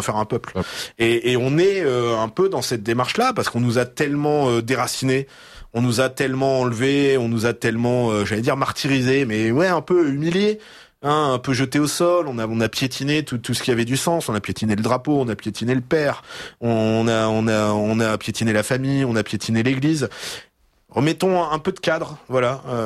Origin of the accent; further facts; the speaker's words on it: Nice, Provence-Alpes-Côte d'Azur, France; Moi, je suis très impressionné quand il y a des processions à Nice, comme je disais tout à l'heure, on est des Français assez récents, donc on a un catholicisme assez populaire, un peu à l'italienne